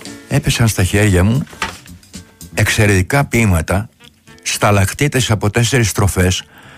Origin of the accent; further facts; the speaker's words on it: Florina, Western Macedonia, Greece; Τη σημερινή εκπομπή την αφιερώνω στη Θεσσαλονίκη, στην πατρίδα μου τη Φλόρινα.